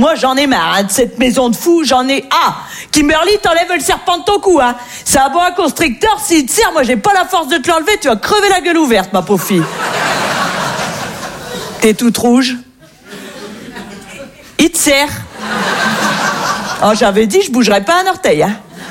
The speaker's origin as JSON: {"language": "French", "region": "northern France", "country": "France", "said": "moi je viens du nord de la France. Et c'est vrai qu'on est très gentils dans le nord."}